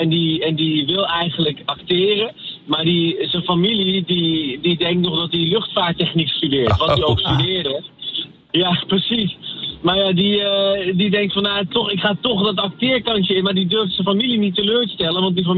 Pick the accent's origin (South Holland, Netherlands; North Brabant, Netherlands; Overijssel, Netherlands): North Brabant, Netherlands; Maar ik ben zelf ook uit Brabant.